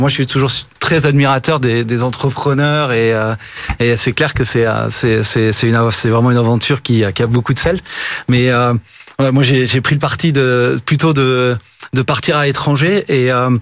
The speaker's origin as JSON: {"language": "French", "town": "Toulouse", "region": "Occitanie", "country": "France", "said": "je suis de Toulouse"}